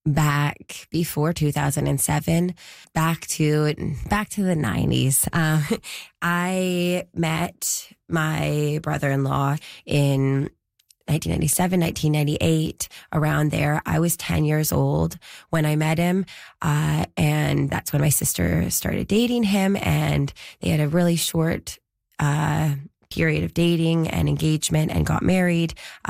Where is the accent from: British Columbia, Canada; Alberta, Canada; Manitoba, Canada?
British Columbia, Canada; Vancouver; I'm from Vancouver area, lower mainland.